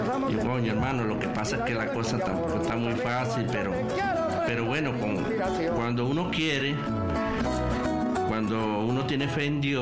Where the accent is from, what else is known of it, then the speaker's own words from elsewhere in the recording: Barinas, Venezuela; also born or lived in Abejales, Táchira; me formé en Barina y nací en Abejale, que es donde está la represa Oribante Caparo.